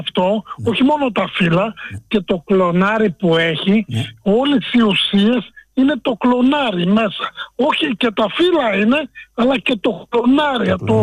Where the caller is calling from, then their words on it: Piraeus, Attica, Greece; ξανά από τον Πειραιά